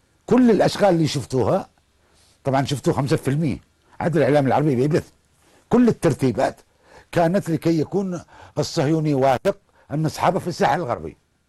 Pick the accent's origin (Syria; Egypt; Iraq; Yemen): Yemen; لأن هذه بلدنا وأرضنا يا جماعة